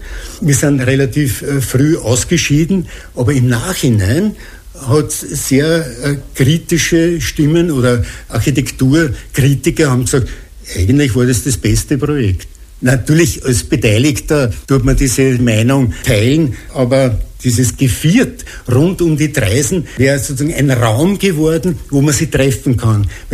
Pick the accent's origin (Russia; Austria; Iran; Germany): Austria; Krems, Lower Austria; born there; moved away; Ich bin aber gebürtiger Kremser, und mein Herzblut liegt eher bei Krems wie St. Pölten